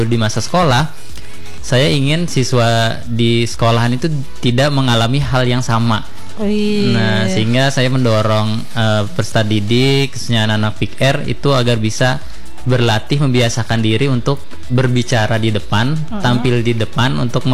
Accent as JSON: {"language": "Indonesian", "town": "Palangkaraya", "region": "Central Kalimantan", "country": "Indonesia", "tie": "born or raised there", "said": "Iya, lahir dan besar di Kota Palangkaraya."}